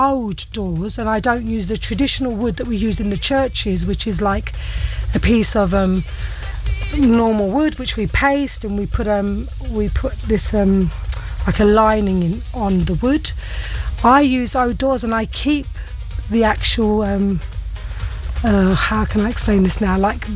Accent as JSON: {"language": "English", "region": "London", "country": "United Kingdom", "tie": "born or raised there", "moved": "yes", "lives_now": "Cyprus", "said": "Yes, I was born and raised in North London."}